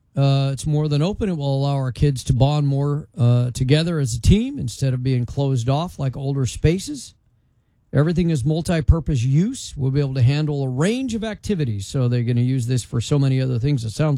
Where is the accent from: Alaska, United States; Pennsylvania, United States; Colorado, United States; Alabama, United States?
Colorado, United States; now in Memphis, United States; I remember my days in a small high school where I grew up in Colorado